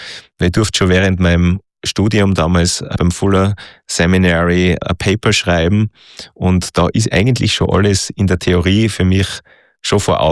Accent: Austria

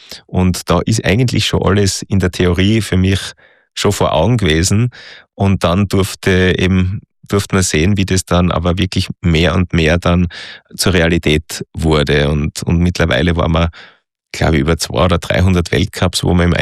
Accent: Austria

